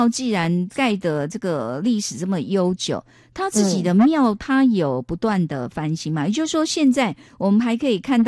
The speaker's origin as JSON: {"language": "Chinese", "region": "Tainan", "country": "Taiwan", "said": "因为我是台南人。"}